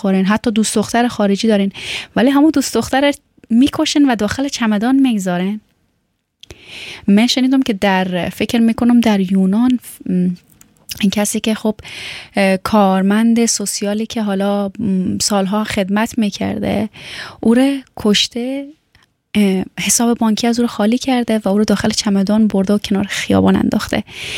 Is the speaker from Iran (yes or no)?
no; Afghanistan; باور کنین من چند وقت پیش با یک آلمانی صحبت میکردم که بالاخره وسیله میخواستم بخرم، و این وقتی که فهمید من از افغانستان هستم